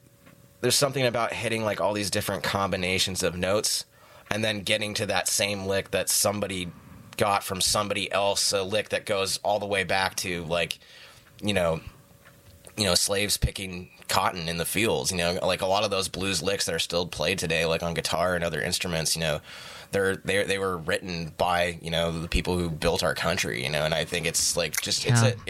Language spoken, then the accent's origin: English; Santa Rosa, California, United States; also born or lived in San Francisco; I was born in San Francisco originally, but wow. I grew up most of my life. I lived in Santa Rosa.